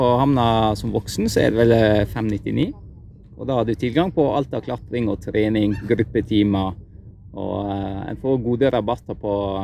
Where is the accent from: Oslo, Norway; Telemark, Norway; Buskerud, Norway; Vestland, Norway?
Buskerud, Norway; Geilo; moved away as an adult; now in Ervik, Norway; Ja, jeg har vokst opp på Geilo, men kjærleiken har dratt meg hit, så nå bor jeg ja, i Ervik ved Kjølsdalen da.